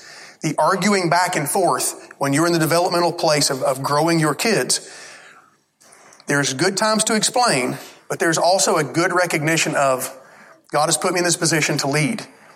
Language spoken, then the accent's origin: English; Alabama, United States; I know I grew up in Alabama.